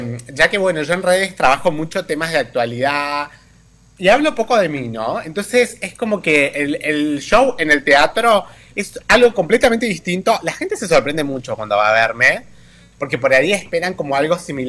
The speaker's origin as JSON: {"language": "Spanish", "region": "Córdoba", "country": "Argentina", "said": "Yo soy del país de Córdoba, que también es una climatología compleja hoy en día."}